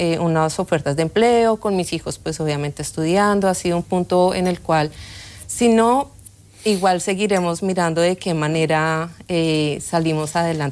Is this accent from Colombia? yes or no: yes; Colombia; Catalan is a second language; soc de Colòmbia.